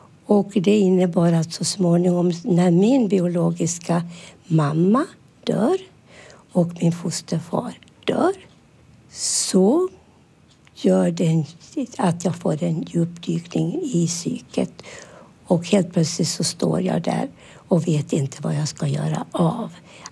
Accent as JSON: {"language": "Swedish", "country": "Finland", "tie": "born there", "said": "det vi själv upplevde hemma i Finland under kriget."}